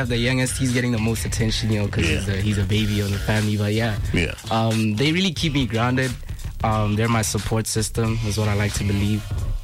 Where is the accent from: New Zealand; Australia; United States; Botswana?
Botswana; Francistown, North-East District; I'm 18 years old. Come from Francistown, you know, that's my hometown.